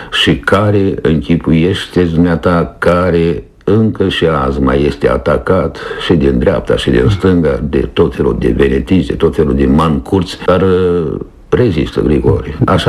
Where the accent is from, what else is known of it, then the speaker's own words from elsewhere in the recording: Moldova; aici, în Moldova noastră